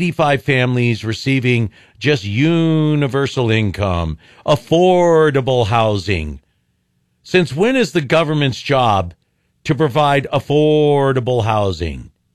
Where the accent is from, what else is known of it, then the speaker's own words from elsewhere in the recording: United States; We as American citizens let it happen.